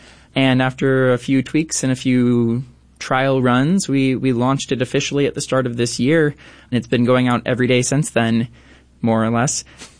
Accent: Illinois, United States; moved away as an adult; now in Inland Northwest, United States; I come from Illinois, largely, and nature there mostly means cornfields.

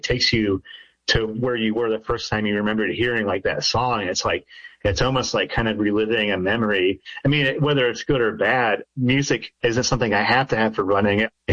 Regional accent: Midwest, United States; I grew up poor and in the Midwest, with a single mom, and we didn't have a lot of things. We lived in a one-bedroom studio.

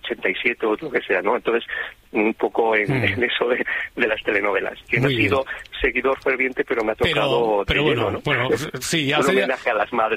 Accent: Castile and León, Spain; Mira, estoy en Alcalá, es un culebrón ya en sí, pero yo soy de Torto de Leguera, de Burgos, y te mando un saludo desde nuestra tierrilla.

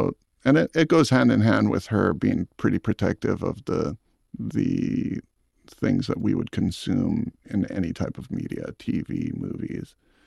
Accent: Hawaii, United States; my culture and growing up in Hawaii as sort of a separate thing than my experience as a filmmaker

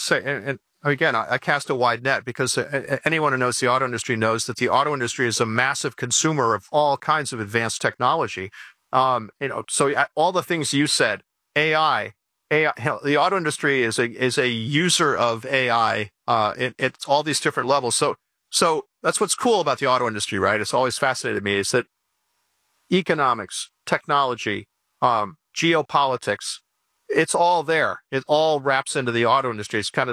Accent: Callicoon, New York, United States; It was really good for my hometown because people moved out of New York City 2.5 hours to Calicoon, New York, where I grew up, and found homes in the farmlands

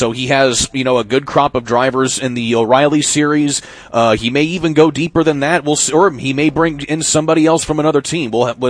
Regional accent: Indiana, United States; You know, growing up in Indiana and just coming up in the circuit and surrounded all around the Indianapolis Motor Speedway.

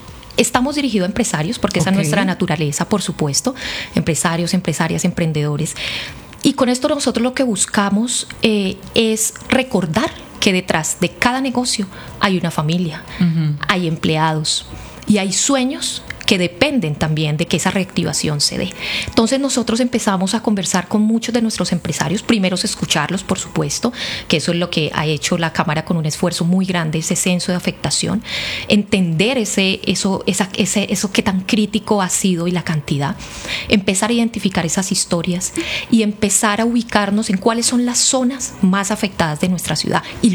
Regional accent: Cali, Valle del Cauca, Colombia; hay algo que nos representa como caleños, y es el monumento de la solidaridad.

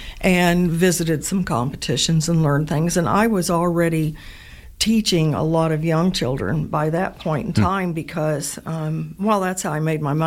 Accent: Washington, United States; moved away; also born or lived in Phoenix, Arizona; I actually grew up in Washington, north of here

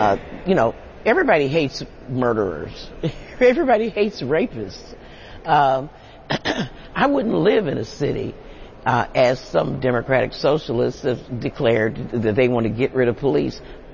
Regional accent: Wisconsin, United States; Matter of fact, I hail from Wisconsin, where Joe McCarthy, the famous Joe McCarthy, hails from Wisconsin.

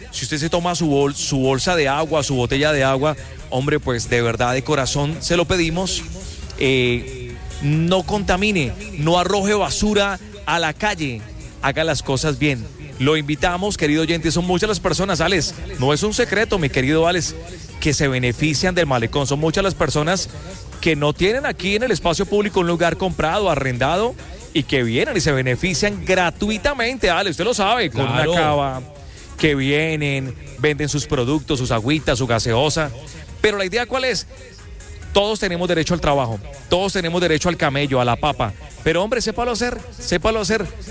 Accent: Cúcuta, Norte de Santander, Colombia; Soy cucuteño

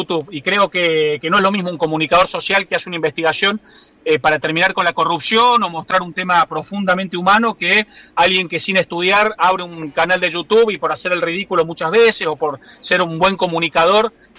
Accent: Córdoba, Argentina; Yo consulto diarios de mi provincia, Córdoba, la del interior

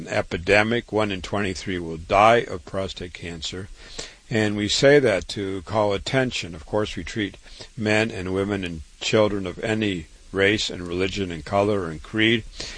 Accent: Waterloo, Iowa, United States; I was born and raised in Waterloo, Iowa.

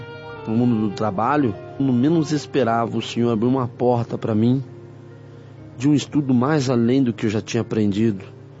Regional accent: Ribeirão Preto, São Paulo, Brazil; sou da cidade de Ribeirão Preto

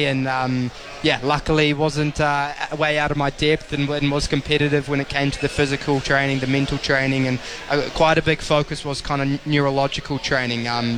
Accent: New Zealand; he's Polish, I'm a Kiwi, we're from opposite sides of the world

